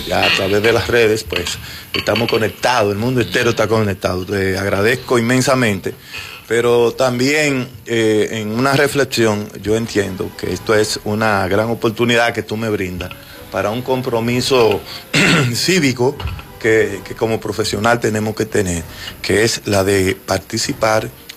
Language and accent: Spanish; Ramón Santana, San Pedro de Macorís, Dominican Republic; Ramón Santana, mi pueblo natal.